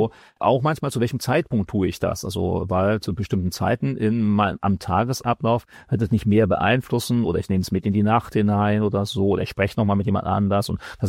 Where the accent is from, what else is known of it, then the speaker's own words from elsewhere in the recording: Germany; dass wir so als Deutsche da so ein bisschen sogar stärker das haben